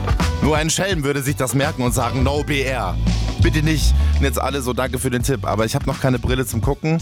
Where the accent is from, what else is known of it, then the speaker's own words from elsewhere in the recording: Dachau, Bavaria, Germany; Ich bin gestern extra durch ganz Dachau gepäst in meiner Heimatstadt mit meinem Roller.